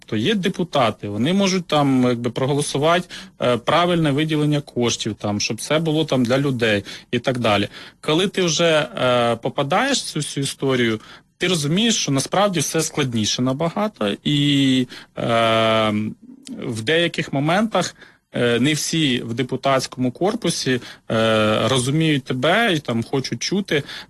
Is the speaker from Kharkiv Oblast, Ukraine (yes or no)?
no; Mykolaiv Oblast, Ukraine; born there; moved away as an adult; also born or lived in Hlukhiv, Sumy Oblast, Ukraine / Kyiv, Ukraine; Потім батьки мої переїхали на Миколаївщину, в село, де вся батькова родина, де мій батько народився. Там народилися мої брат і сестра. Але це північна частина Миколаївщини. Потім я там закінчив школу